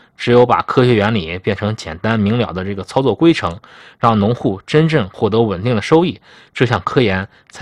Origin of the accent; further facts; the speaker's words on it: Zhangjiakou, Hebei, China; now in Tianjin, China; 哦，我是河北人。